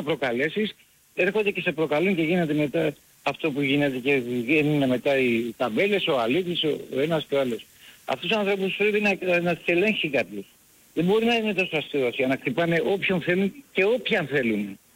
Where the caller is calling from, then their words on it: Piraeus, Attica, Greece; Έλα, Βαγγέλη … φίλε από Πειραιά.